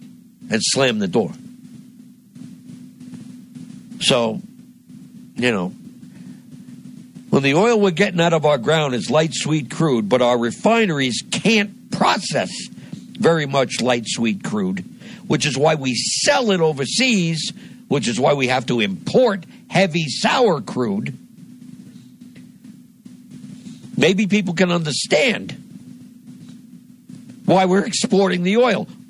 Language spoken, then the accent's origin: English; New Jersey, United States; here in my home state of New Jersey